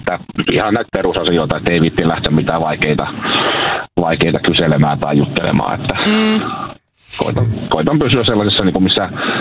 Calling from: Heinola, Päijät-Häme, Finland; Heinolassa.

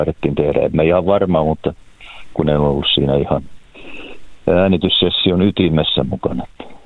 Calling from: Jyväskylä, Central Finland, Finland; minä olen Jyväskylästä.

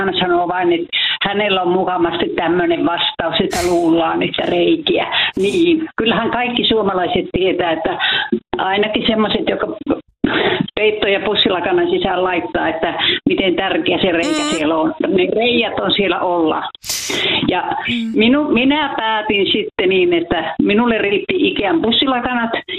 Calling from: Kemijärvi, Lapland, Finland; minä olen Kemijärveltä. Minä olen se mummo

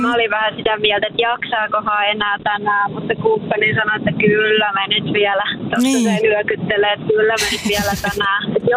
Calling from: Helsinki, Uusimaa, Finland; mä oon Helsingistä matkalla Kouvolaan tuonne Verlaan mökille.

